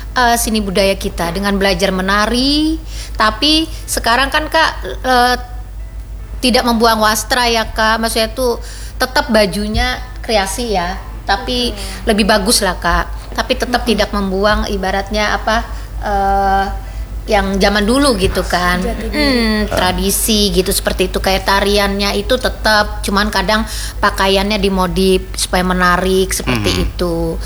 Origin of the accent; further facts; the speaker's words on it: Kalimantan, Indonesia; kita orang Kalimantan bukan Melayu aja, tapi kita juga ada Dayaknya ya, Kak.